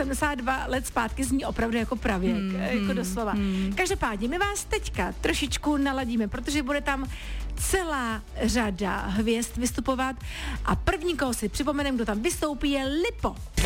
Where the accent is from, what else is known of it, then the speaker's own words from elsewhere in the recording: Teplice, Ústí nad Labem Region, Czechia; Tak já jsem se v Teplicích narodila, vyrostla jsem, takže samozřejmě lázeňská ta mě neminula